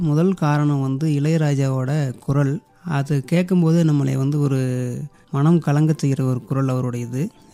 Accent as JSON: {"language": "Tamil", "town": "Nadupatti", "region": "Tamil Nadu", "country": "India", "tie": "born or raised there", "said": "சேலம் மாவட்டம் வாழப்பாடி வட்டம் நடுப்பட்டிங்கிற கிராமம் என்னுடைய சொந்த ஊர்."}